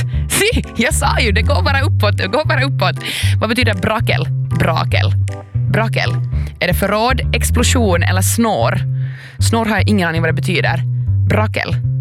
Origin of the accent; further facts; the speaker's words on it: Ostrobothnia, Finland; jag är ju inte från Västnyland, jag är ju från Österbotten.